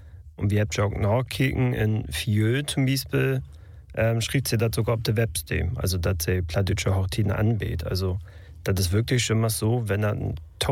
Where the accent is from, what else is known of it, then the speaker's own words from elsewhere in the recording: Lower Saxony, Germany; in Ostfriesland, da wäre auch das erste Schild, wo da eine plattdeutsche Ortsnorm mit abgäbe, wo ich herkomme, da gibt es dann auch noch Swattenbeek und sowas.